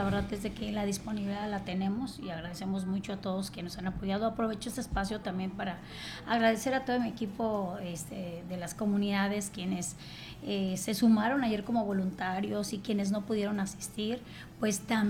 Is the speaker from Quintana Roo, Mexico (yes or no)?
yes; Quintana Roo, Mexico; soy de la Ribera hace muchos años, cuando venía aquí a la ciudad, como tú sabes, vivo en una comunidad de Álvaro Obregón, soy de un pueblo.